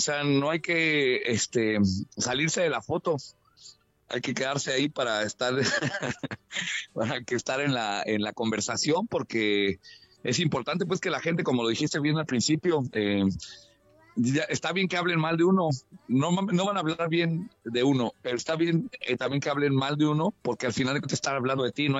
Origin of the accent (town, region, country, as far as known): Mexico